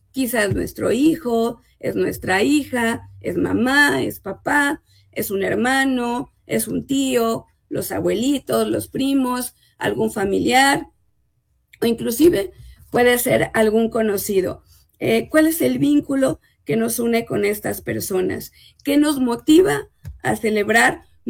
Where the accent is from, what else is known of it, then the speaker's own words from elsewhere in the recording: Mexico; Como buenos mexicanos y mexicanas